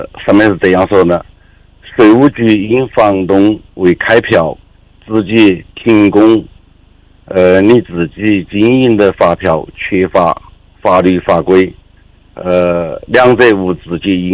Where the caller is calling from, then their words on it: Kashgar, Xinjiang, China; Chinese is a second language; 哎，就是我是喀什东城这边一个国企工商户。